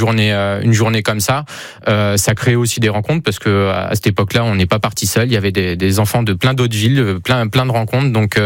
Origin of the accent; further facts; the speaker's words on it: Châlette-sur-Loing, Centre-Val de Loire, France; now in Tours, France; je suis originaire de Chalette-sur-Loing, une petite ville à